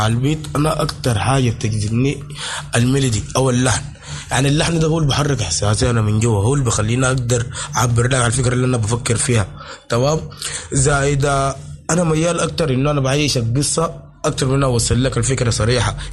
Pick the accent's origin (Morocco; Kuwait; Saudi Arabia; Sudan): Sudan; وإحنا كسودانيين